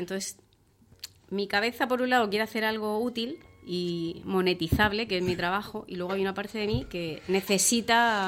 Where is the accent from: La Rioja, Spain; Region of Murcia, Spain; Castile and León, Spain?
Region of Murcia, Spain; Murcia; also born or lived in Valencia; somos murcianas, porque éramos tres compañeras de piso. Fuimos a decirle que éramos de Murcia.